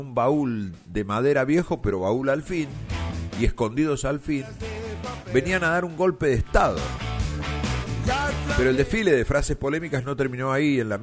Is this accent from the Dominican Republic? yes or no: no; Argentina